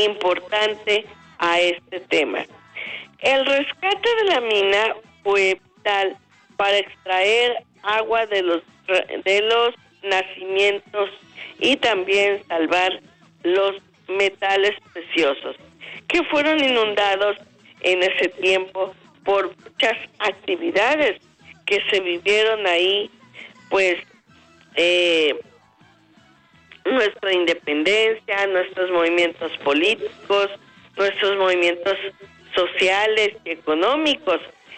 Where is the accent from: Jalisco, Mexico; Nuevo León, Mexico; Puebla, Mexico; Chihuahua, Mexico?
Puebla, Mexico; nosotros como mexicanos, como poblanos